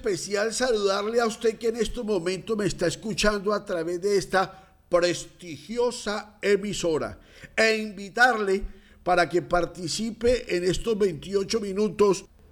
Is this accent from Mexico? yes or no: yes; Catemaco, Veracruz, Mexico; Yo quiero recordarles que yo vengo de Catemaco, Veracruz, la isla de los monos. Allá me enseñaron desde muy temprana edad a conocer el misterio, el poder y el conocimiento de la Pachamama